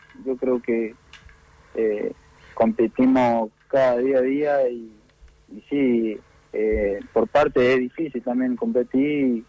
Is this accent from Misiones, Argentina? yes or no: no; San Luis, Argentina; mucho viento, mucho frío, que en San Lu